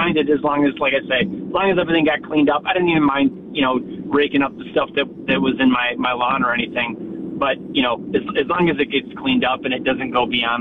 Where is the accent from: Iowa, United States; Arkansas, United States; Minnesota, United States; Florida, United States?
Minnesota, United States; Moorhead; now in West Fargo, United States; Well, when I moved over there, and I grew up on the Minnesota side in Moorhead